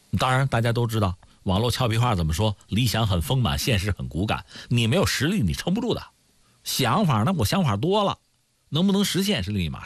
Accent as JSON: {"language": "Chinese", "country": "China"}